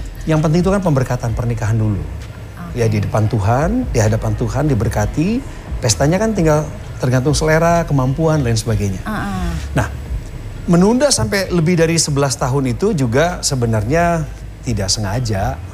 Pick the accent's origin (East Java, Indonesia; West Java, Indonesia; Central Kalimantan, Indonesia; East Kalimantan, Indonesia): West Java, Indonesia; born there; Lahirlah saya, berarti saya 75% darahnya Batak. Lahir di tanah Pasundan